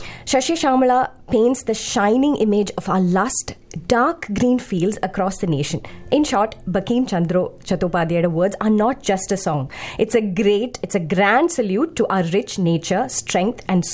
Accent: Dubai, United Arab Emirates; മേഘ, ഞാൻ ദുബായിലാണ് ജനിച്ച് വളർന്നതൊക്കെ. സോ അവിടെ സ്കൂളിലെ ഓർമ്മകൾ എനിക്ക് ഇപ്പോഴും ഉള്ളത്

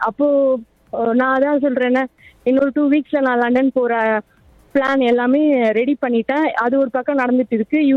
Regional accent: Puducherry, India; moved away; என்னோட சொந்த ஊர் பாண்டிச்சேரி, புதுச்சேரி சொல்லுவாங்க.

